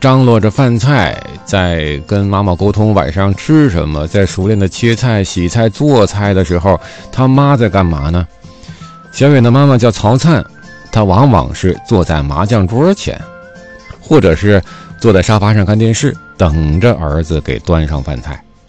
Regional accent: China; 在我们中国人的传统观念里面也好

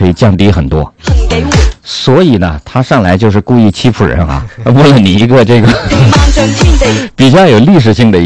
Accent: Hubei, China; accent: Hubei dialect; 就是用我们湖北话

